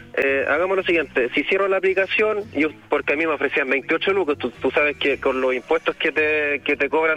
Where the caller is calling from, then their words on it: Talca, Maule, Chile; soy talquino. Te llamo de acá.